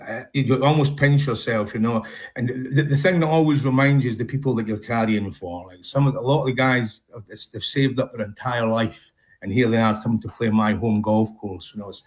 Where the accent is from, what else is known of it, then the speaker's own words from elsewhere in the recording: Carnoustie, Scotland, United Kingdom; this is my hometown. I grew up here.